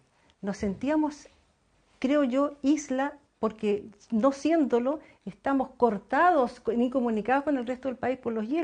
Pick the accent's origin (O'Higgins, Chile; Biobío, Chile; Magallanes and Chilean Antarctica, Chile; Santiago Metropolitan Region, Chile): Magallanes and Chilean Antarctica, Chile; Punta Arenas; nacida en la bahía de Punta Arenas, mujer